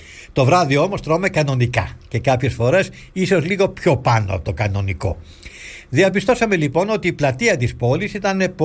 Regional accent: Greece; όταν άκουσαν πως είμαστε Έλληνες.

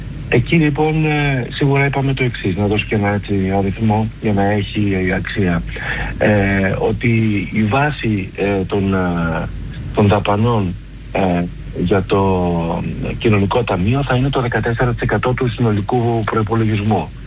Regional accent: Arta, Epirus, Greece; Είμαι από την Άρτα, είμαι βουλευτής Άρτας.

